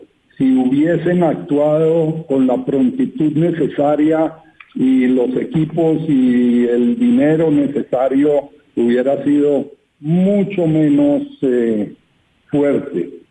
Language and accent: Spanish; Bogotá, Colombia; moved away as an adult; also born or lived in Venezuela; Yo no soy venezolano por nacimiento, nací en Bogotá, nací, crecí y me eduqué en Bogotá. Me fui a Venezuela por el secuestro de una hermana y en Venezuela me casé y me reproduje.